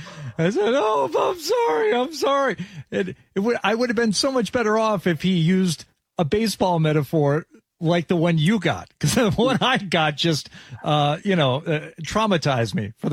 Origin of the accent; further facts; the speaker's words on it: Detroit, Michigan, United States; I grew up in Detroit.